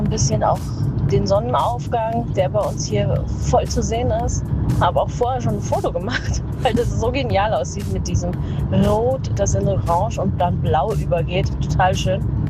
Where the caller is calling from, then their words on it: Lenggries, Bavaria, Germany; ich komme aus Lenggries und bin gerade im Auto